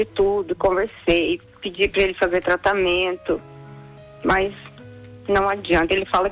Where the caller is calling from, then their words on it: Brazil; Eu falo do Brasil.